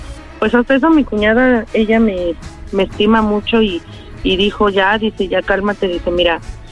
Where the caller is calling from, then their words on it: Naucalpan, State of Mexico, Mexico; Soy del Estado de México, Naucalpan.